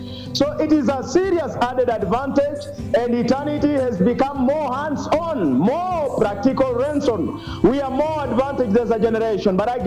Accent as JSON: {"language": "English", "country": "Kenya", "said": "as a Kenyan, especially as a church in Kenya"}